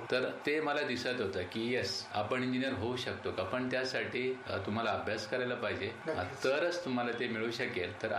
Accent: Kasar Pimpalgaon, Maharashtra, India; also born or lived in Varur, Shevgaon / Ahmednagar (Maliwada); माझा जन्म वरूर शेवगाव इथला आणि माझं मूळ गाव कासार पिंपळगाव जे तिसगावच्या जवळ आहे

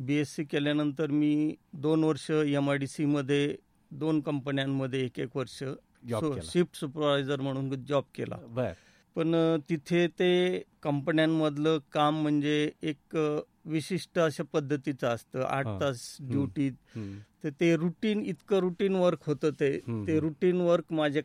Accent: Ahmednagar district, Maharashtra, India; born there; also born or lived in Shrigonda / Jamkhed / Pathardi; माझं वडिलांच्या नोकरीमुळं माझं बालपण तसं जिल्हाभर गेलं, म्हणजे अनेक ठिकाणी आम्ही होतो, म्हणजे माझा जन्मनगरचा, पण शिक्षणानिमित्त मी श्रीगोंदा, जामखेड, पाथर्डी अशा बऱ्याच ठिकाणी फिरलो

